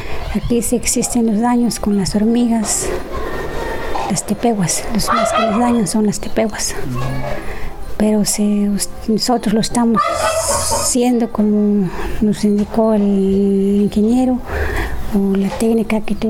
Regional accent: Nuevo Chintipán, Veracruz, Mexico; soy de Nuevo Chintipán.

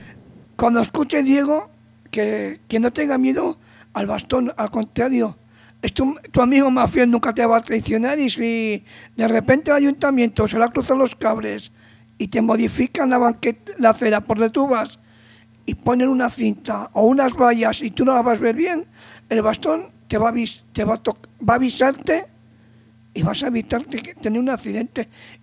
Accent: Salvatierra, Basque Country, Spain; en Vitoria o en el pueblo que yo, donde yo me crié, en Salvatierra, ¿no? Que es el norte de España

